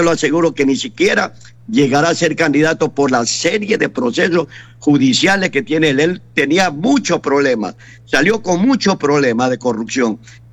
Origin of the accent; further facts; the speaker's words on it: Arenillas, El Oro, Ecuador; llevamos la misma sangre, somos familia con Guachito, así que somos de Arenilla, personas que del sector fronterizo.